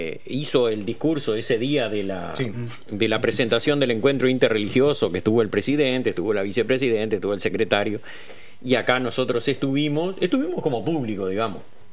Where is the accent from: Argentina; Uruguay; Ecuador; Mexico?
Uruguay; born there; los que estamos acá somos todos uruguayos, todos nacimos en este país y todos nacimos ya en un estado laico